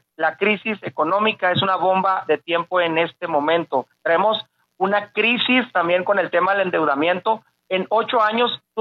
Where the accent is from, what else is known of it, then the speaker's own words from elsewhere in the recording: Mexico; de ver como mexicano